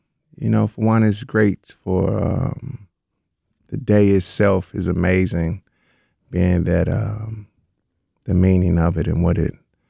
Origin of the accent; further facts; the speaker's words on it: Chicago, Illinois, United States; moved away as an adult; now in Madison, United States; I grew up in Chicago, born and raised.